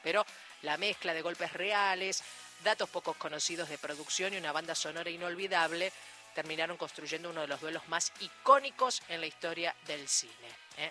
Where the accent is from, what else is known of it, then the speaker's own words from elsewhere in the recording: Córdoba, Argentina; now in Paraná, Argentina; el cordobés que vive en Paraná.